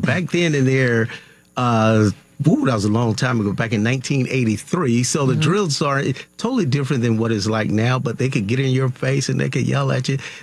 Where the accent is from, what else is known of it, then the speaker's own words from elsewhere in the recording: Biloxi, Mississippi, United States; And I grew up on the Gulf Coast, right there, a little small town, Biloxi, Mississippi.